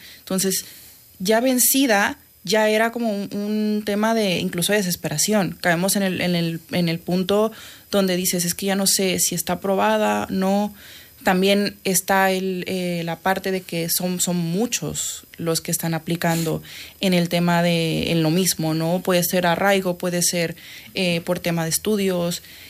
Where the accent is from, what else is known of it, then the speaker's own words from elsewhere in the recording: Mexico; now in Spain; Al menos hablando yo como mexicana, sí he sentido mucha calidez por parte de la comunidad española.